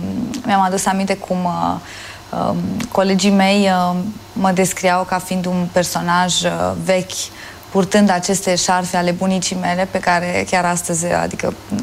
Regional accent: Oradea, Bihor County, Romania; Oradea a fost locul în care mi-am conturat propriile amintiri și, de fapt, istoria mea ca personalitate și ceea ce fac astăzi este adânc înrădăcinat în orașul Oradea.

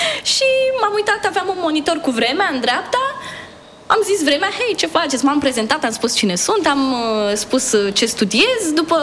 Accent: Iași, Iași County, Romania; Eram la facultate de jurnalism în Iași, eu sunt din Iași

